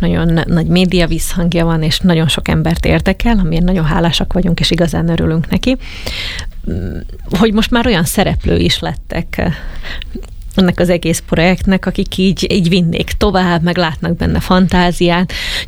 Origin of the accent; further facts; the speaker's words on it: Hungary; Én arról a környékről származom, és ott nőttem föl